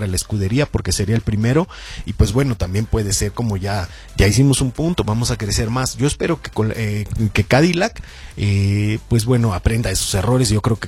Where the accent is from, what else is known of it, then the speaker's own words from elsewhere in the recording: Mexico; pues como mexicanos debemos apoyar